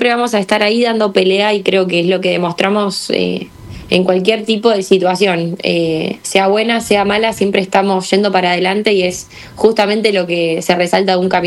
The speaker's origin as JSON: {"language": "Spanish", "town": "Mar de Ajó", "region": "Buenos Aires Province", "country": "Argentina", "moved": "yes", "lives_now": "Buenos Aires, Argentina", "said": "muchas que somos del interior, por ejemplo yo que soy de Mar del Ajó, que estoy viviendo en Capital"}